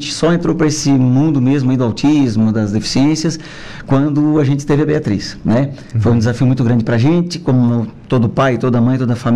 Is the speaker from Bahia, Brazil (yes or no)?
no; Araranguá, Santa Catarina, Brazil; eu sou aqui de Araranguá mesmo, né?